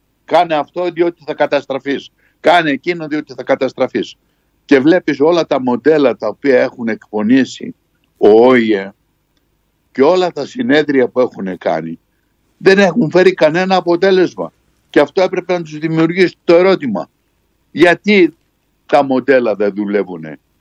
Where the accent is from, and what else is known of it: Greece